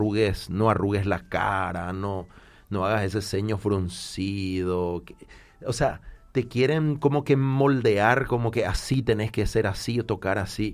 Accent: Paraguay; la gente me decía, ¿y de dónde sos? Y yo soy de Paraguay.

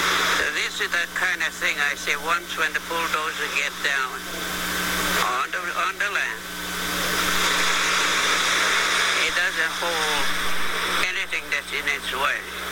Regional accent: Hawaii, United States; I was born and raised here in Keho Bay, 1927. So there are a lot of historic sites in the area

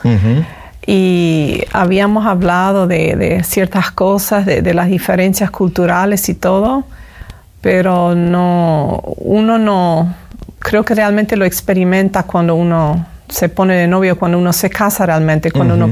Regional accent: Paraguay; Nací en Paraguay, me crié en Paraguay y soy de una familia de descendiente canadiense, europea.

